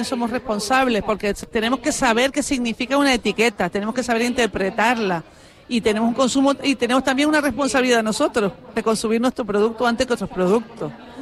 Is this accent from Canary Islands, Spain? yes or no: yes; Canary Islands, Spain; somos los canarios muy muy proactivos